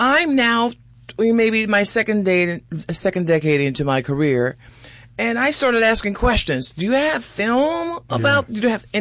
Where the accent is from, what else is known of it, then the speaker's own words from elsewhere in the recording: Miami, Florida, United States; I'm originally from Miami, Florida.